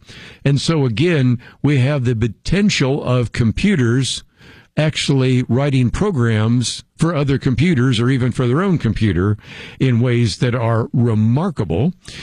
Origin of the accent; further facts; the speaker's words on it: California, United States; I shared a bit of wisdom that I learned when I was growing up in California. My governor there was Ronald Reagan.